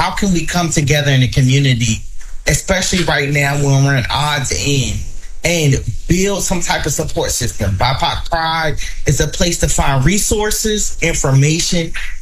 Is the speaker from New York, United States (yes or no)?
no; Newport News, Virginia, United States; We're from Newport News. We're from this area. We're from Chesapeake.